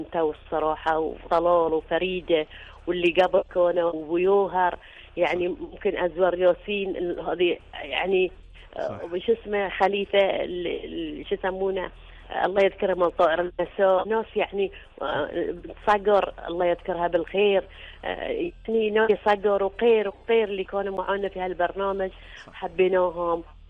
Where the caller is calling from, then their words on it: Bahrain; احنا نتصل فيكم من البحرين